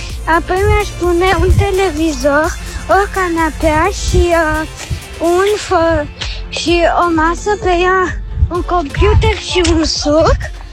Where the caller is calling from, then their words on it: Baia Mare, Maramureș County, Romania; și vin din Baia Mare.